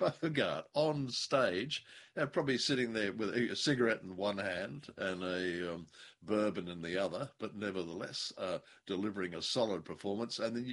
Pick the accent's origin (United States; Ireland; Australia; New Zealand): Australia; Western Australia; mosey on over to Kalgoorlie, where the gold fields are in my home state, Western Australia.